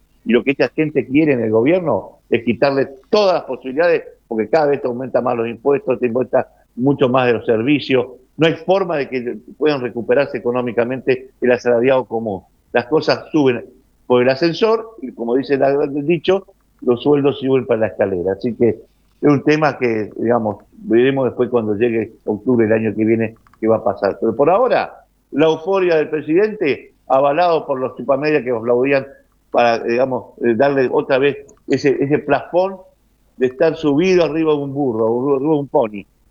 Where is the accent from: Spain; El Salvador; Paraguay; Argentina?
Argentina; Pero así somos viscerales los argentinos.